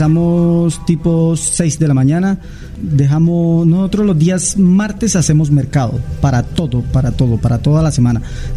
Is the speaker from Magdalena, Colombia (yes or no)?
yes; Santa Marta, Magdalena, Colombia; de Santa Marta, sí, señor.